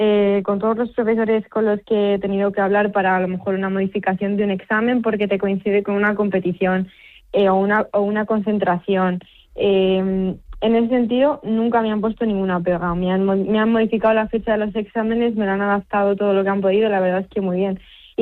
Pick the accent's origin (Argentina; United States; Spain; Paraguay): Spain; Cuéllar, Castile and León; en mi pueblo, pues que es Cuéllar, un pueblo de Segovia